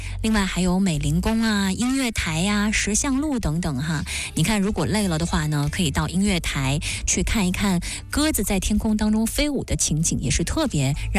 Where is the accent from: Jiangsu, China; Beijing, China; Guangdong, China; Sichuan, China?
Jiangsu, China; 在我的家乡哈，镇江句容市和常州金坛市交界的地方。